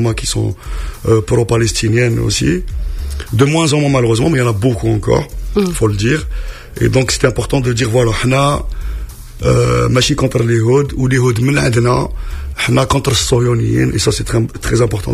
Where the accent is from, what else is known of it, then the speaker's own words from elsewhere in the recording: Algeria; منين انت من الجزائر حضرتك من الجزائر